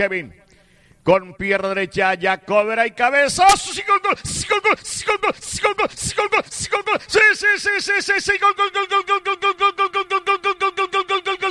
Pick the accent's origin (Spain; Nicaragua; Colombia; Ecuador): Colombia; Barranquilla, Atlántico; el equipo de mi tierra.